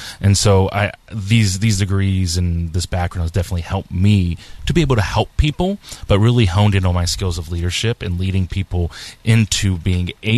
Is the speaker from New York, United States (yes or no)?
no; North Huntington, Pennsylvania, United States; accent: Yinzer; I grew up in Westmoreland County, North Huntington area.